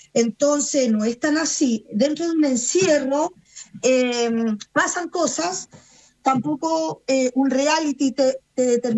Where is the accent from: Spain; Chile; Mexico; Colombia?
Chile